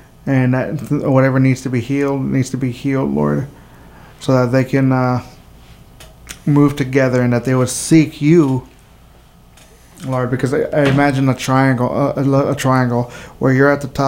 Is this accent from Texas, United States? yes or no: yes; Laredo, Texas, United States; born there; So I was born in Laredo, Texas. All right, so it's a border city. It's right there on the right across from the border, and right across from it is a sister city called Nuevo Laredo, and which is in Mexico.